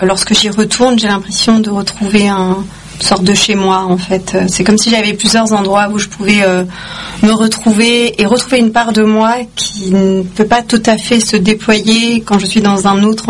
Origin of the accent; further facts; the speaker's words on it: Tunis, Tunis Governorate, Tunisia; born there; Alors oui, parce que je suis née à Tunis, ma mère voulait aussi que, mes parents s'étaient mis d'accord sur le fait que j'aurais un prénom tunisien.